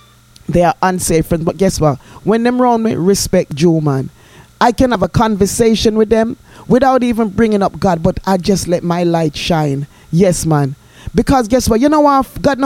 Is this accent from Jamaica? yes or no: yes; Jamaica; when I was growing up in Jamaica